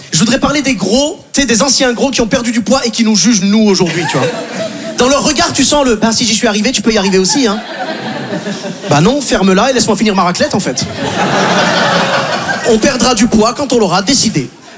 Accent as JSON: {"language": "French", "country": "Haiti", "lives_now": "Paris, France", "said": "Je suis très fier en tant qu'Haïtien de vivre à Paris, ok?"}